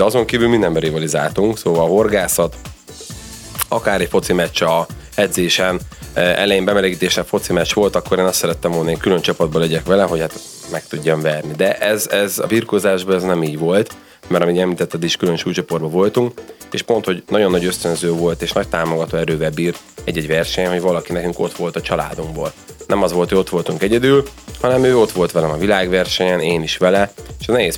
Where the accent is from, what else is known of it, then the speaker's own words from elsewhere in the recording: Ceglédbercel, Pest, Hungary; mi azért lokálpatrióták vagyunk, Cegléd, Cegléd Bercerről, származunk, és hát én láttam azt, hogy honnan, hová lehet eljutni, hogy egy vidéki srác is igenis fel tudja magát küzdeni Európa tetejére